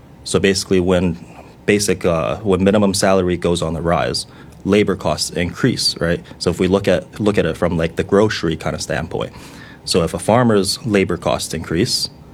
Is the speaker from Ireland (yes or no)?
no; New Zealand; also born or lived in China / Canada / United States; I was born in China, came to New Zealand when I was six, later moved to Canada and the States for most of my schooling.